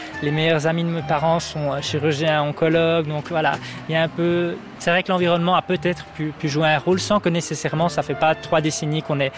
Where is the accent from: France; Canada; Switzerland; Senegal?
Switzerland; Jura; je suis originaire du Jura.